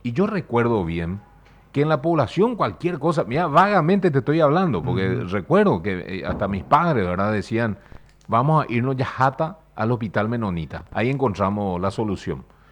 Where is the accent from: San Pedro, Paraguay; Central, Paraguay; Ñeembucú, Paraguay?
San Pedro, Paraguay; Yataity del Norte; moved away; nosotros venimos del departamento de San Pedro, en realidad Santa Aní, Yataití del Norte, uh-huh. Anteriormente era conocido por Santa Felipe Matiauda, sí. En realidad de la ciudad de Felipe Matiauda, que hoy es Yataití del Norte